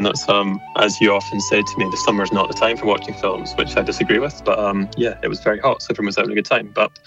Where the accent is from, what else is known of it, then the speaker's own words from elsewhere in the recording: Glasgow, Scotland, United Kingdom; I'm not really built for it, to be honest. I'm from Glasgow, so it's not for me.